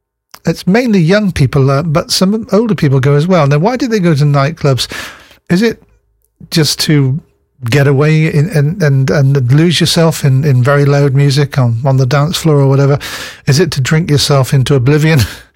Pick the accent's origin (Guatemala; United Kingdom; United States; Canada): United Kingdom; Plymouth, South West England; But I was born in Plymouth, so I'm a Janner. But I also, I've lived in Plymouth most of my life since I was 18.